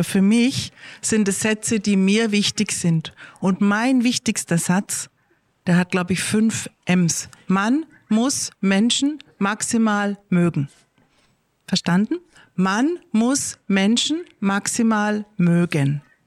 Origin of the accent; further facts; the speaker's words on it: Germany; first language de; Also ich spreche natürlich Deutsch, weil das ist meine Muttersprache. Das habe ich gelernt als Kind, meine ganze Familie, meine Eltern. Das sind alles Leute, die in Deutschland aufgewachsen sind und wir haben Deutsch gesprochen.